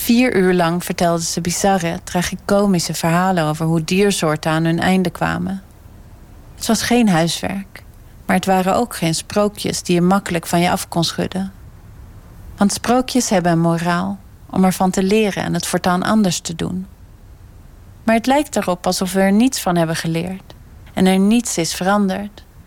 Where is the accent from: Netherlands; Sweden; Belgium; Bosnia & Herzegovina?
Sweden; moved away; Ik ben opgegroeid in Zweden, een land waar natuur vanzelfsprekend was.